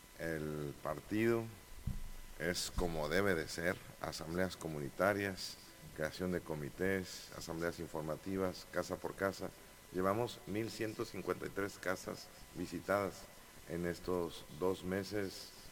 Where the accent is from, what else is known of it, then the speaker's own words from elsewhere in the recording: Ensenada, Baja California, Mexico; now in Tijuana, Mexico; en mi ciudad natal, Ensenada